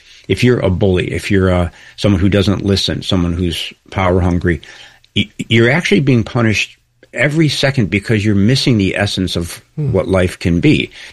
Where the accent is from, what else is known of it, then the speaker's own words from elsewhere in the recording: Chicago, Illinois, United States; I mean, I grew up in Chicago, and it was a very close connection between sincerity and humor.